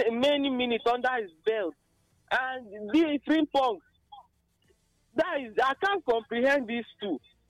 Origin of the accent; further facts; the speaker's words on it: Benue, Nigeria; from Benue State.